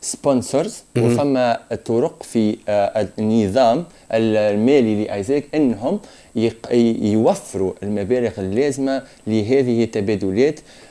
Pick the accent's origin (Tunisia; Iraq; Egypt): Tunisia; now in Germany; أنا في هذه الصائفة عدت إلى بلدي وهو بلدي تونس